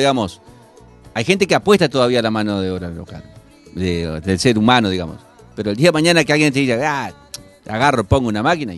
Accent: Argentina; nosotros como argentinos

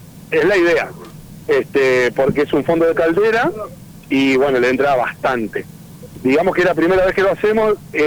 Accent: Concordia, Entre Ríos, Argentina; now in Santa Fe, Argentina; Yo soy oriundo de Concordia, vine del año 95

